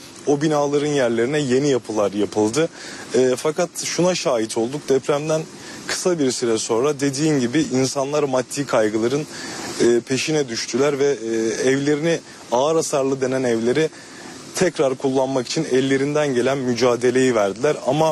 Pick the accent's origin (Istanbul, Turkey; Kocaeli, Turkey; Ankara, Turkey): Kocaeli, Turkey; Gölcük; biz Gölcüklüler olarak deprem gerçeğini unutmuyoruz.